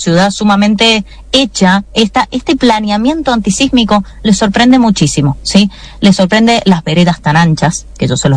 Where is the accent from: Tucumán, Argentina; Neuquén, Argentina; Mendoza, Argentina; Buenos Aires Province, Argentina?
Mendoza, Argentina; soy nacida en Mendoza, jamás me fui de la provincia